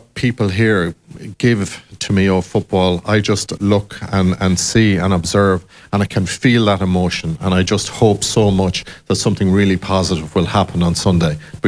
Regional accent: Ballina, County Mayo, Ireland; been here for nearly 30 years, and, you know, from the, you know, Belmullet right up to Ballina, my hometown, across the Castlebar, Westport

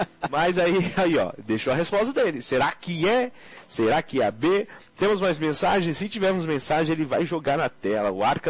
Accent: Itajuípe, Bahia, Brazil; É, que eu sou de Itajuípe, mas o cartório, qual foi registrado, é Itabuna, que é maior

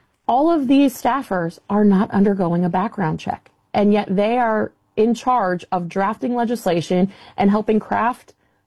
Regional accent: Florida, United States; my home state of Florida

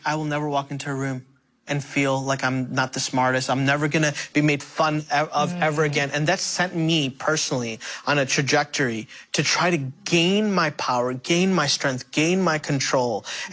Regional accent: India; first language Telugu; So my first language, y'all, was actually Telugu, one of the major dialects in mm-hmm. India.

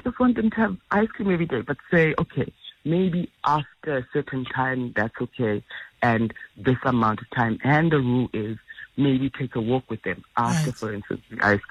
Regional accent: Mthatha, Eastern Cape, South Africa; where we grew up in Umtata, where as the younger children, you know, I remember every other Sunday they would have, like, church meetings at home.

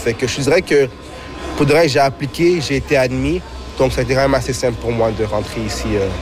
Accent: Montreal, Quebec, Canada; now in Vancouver, Canada; moi je viens de Montréal, quand je viens de Montréal, quand je viens à Vancouver, c'est un peu plus différent les prix de logement

